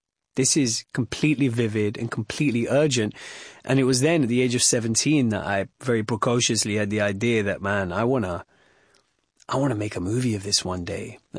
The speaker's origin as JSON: {"language": "English", "town": "Wembley", "region": "London", "country": "United Kingdom", "tie": "born or raised there"}